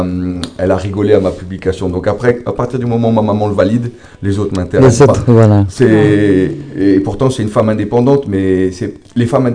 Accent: Païta, South Province, New Caledonia; Je viens de Peïta.

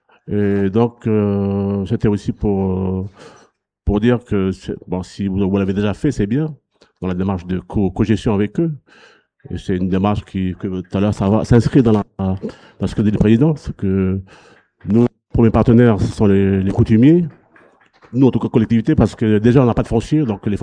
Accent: Auvergne-Rhône-Alpes, France; Là, je parle du Sud, parce que je suis du Sud d'Auvergne

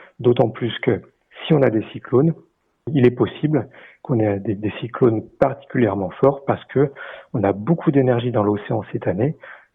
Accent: New Caledonia; chez nous, en Calédonie

